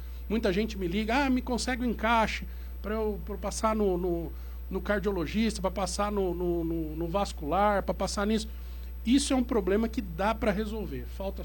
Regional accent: Pindamonhangaba, São Paulo, Brazil; o único candidato a deputado estadual da cidade, nascido e criado aqui em Pindamonhangaba

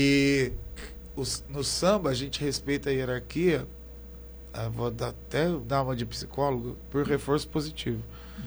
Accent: Taubaté, São Paulo, Brazil; born there; accent: taubatiano; Eu nasci em Taubaté

